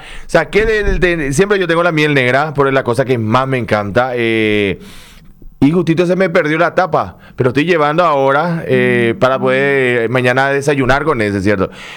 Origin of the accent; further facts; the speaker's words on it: Asunción, Paraguay; yo me crié en Asunción, no soy del interior del país. Después de viejo pisé el interior del país.